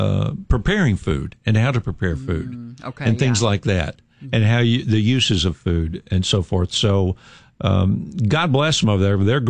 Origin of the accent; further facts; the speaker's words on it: Knoxville, Tennessee, United States; I grew up with it in East Knoxville. My dad had the business there on Magnolia Avenue.